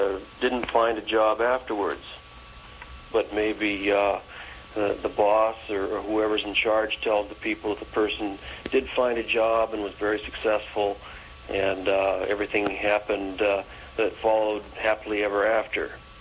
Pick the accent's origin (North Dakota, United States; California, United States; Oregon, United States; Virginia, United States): Virginia, United States; Virginia.